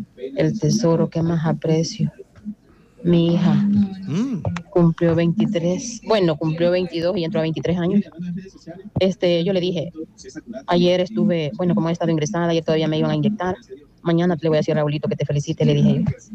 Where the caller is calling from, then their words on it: El Salvador; del Lago de Ilopango.